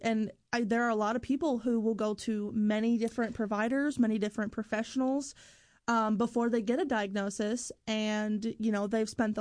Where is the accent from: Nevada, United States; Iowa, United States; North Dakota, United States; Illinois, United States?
Iowa, United States; Boone; I grew up in Iowa, and I went to Boone High School. Lived in Boone, yeah.